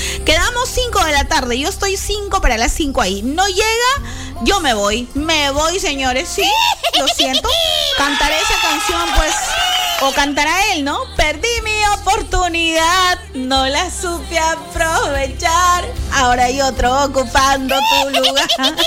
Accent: Peru; somos peruanos

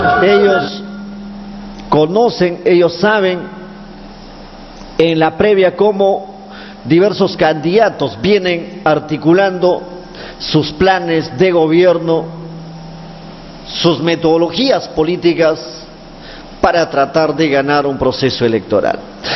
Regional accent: Amazonas, Peru

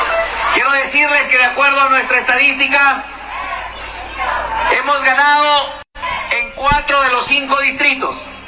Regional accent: Soritor, San Martín, Peru; mi pueblo de Soritor, aquel que me dio la oportunidad de ser alcalde

